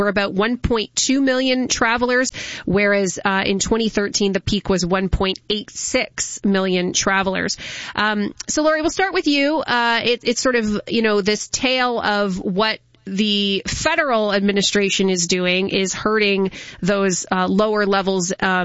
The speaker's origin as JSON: {"language": "English", "town": "Windsor", "region": "Ontario", "country": "Canada", "tie": "born or raised there", "said": "I know she goes to school in the Windsor area. It's my hometown."}